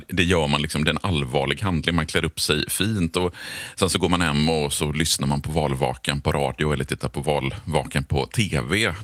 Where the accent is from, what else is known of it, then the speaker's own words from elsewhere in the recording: Gothenburg, Västra Götaland County, Sweden; i min hemstad Göteborg så vill man ju gärna skoja till det lite. Vi är ju kända för vårt vitsande